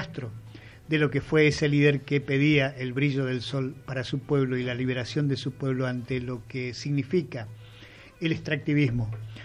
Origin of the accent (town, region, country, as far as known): Argentina